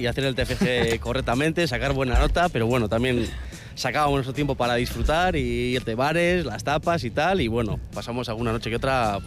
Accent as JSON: {"language": "Spanish", "town": "Bilbao", "region": "Basque Country", "country": "Spain", "said": "lo conocí ahí en la universidad porque yo soy de Bilbao y empezamos a estudiar juntos"}